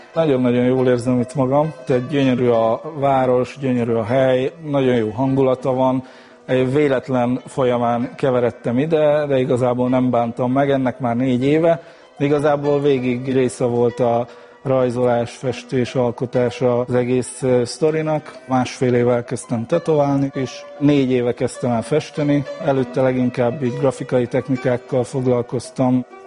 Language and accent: Hungarian; Kisnamény, Szabolcs-Szatmár-Bereg, Hungary; also born or lived in Fehérgyarmat; Fehérgyanoton születtem, Kisnaményban nőttem fel, a szomszéd faluban Jánkmajtisra jártam iskolába, általános iskolába.